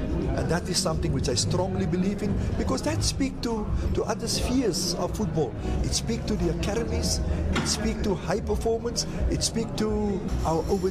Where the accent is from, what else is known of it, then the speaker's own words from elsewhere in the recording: Western Cape, South Africa; I'm from the Western Cape.